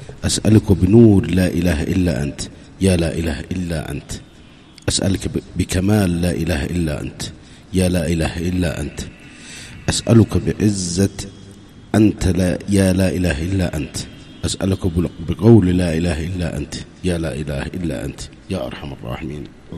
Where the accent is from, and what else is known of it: Yemen